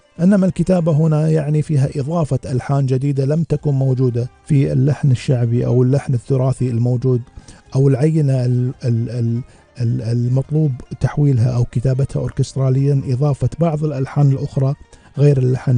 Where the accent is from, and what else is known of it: Kuwait